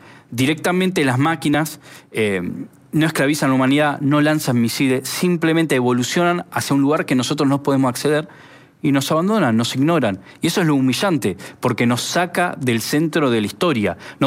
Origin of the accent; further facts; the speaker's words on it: Argentina; Somos todos argentinos.